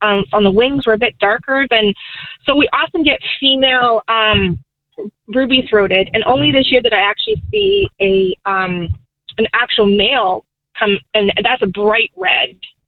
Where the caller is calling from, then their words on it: Easton, Massachusetts, United States; Specifically in Easton, E-A-S-T-O-N.